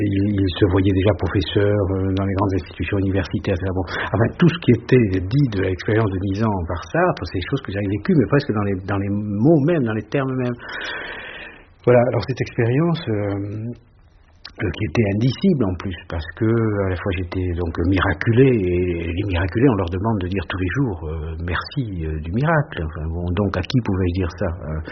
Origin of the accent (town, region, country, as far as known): Nouvelle-Aquitaine, France; born or raised there